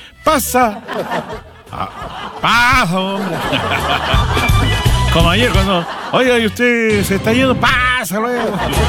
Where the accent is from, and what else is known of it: Talcahuano, Biobío, Chile; born there